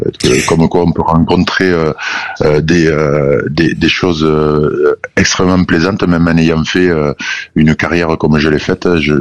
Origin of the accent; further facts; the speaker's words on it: Toulouse, Occitanie, France; born there; je suis né à Toulouse